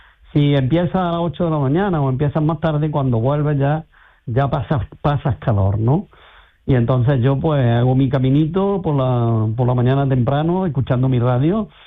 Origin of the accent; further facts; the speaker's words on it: Córdoba, Andalusia, Spain; porque yo vivo en Córdoba, soy de Córdoba.